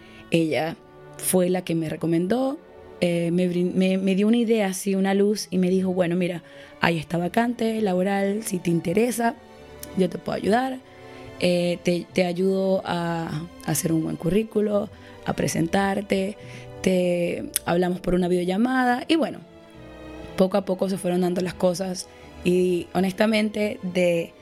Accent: Maracaibo, Zulia, Venezuela; moved away as an adult; also born or lived in Peru; yo soy periodista egresada de la Universidad Dr. Rafael Belloso Chacín en Maracaibo, Venezuela

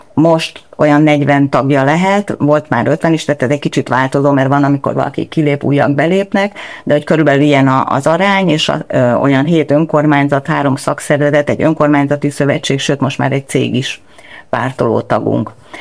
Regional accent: Hungary; mert ugye magyarok vagyunk

